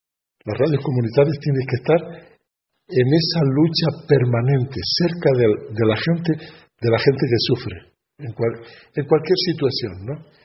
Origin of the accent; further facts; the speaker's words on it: Western Sahara; now in Canary Islands, Spain; soy saharaui, no soy un periodista extranjero